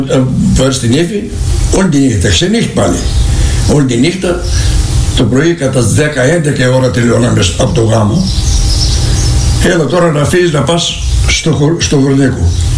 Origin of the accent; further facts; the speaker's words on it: Vernikos, Greece; σου μένουν στη ζωή από το χωριό μου, το Βερνίκο, μέχρι να πάω στη Γλυκή στο Σκάνδαλο, με τα ποδάρια